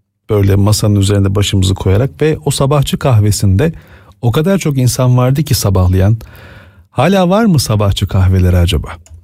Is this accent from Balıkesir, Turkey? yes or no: yes; Sındırgı, Balıkesir, Turkey; born there; moved away; lise okuduğum dönemde hatırlıyorum sabahçı kahvesi. Hatta Balıkesir Sındırgı'da okuyordum